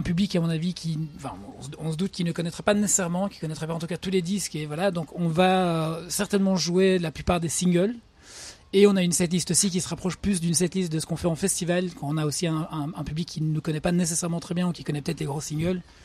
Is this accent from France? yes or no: no; England, United Kingdom; now in Brussels, Belgium; moi je suis anglais d'origine, mais on vivait tous les trois à Bruxelles.